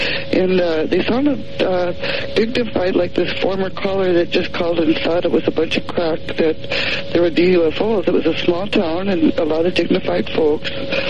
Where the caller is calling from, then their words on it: Seattle, Washington, United States; I'm calling from Seattle.